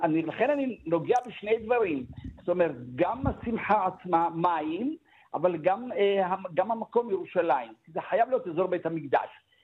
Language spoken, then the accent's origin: Hebrew; Ramla, Central District, Israel; גם אני בילדותי ברמלה בבית הורה, היה לנו פתח ביסוק במרפסת